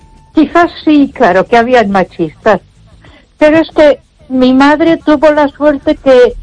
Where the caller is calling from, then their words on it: Ponferrada, Castile and León, Spain; de Ponferrada.